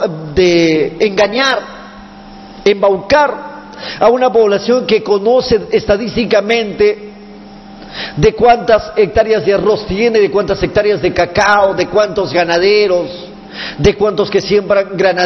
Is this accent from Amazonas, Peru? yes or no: yes; Amazonas, Peru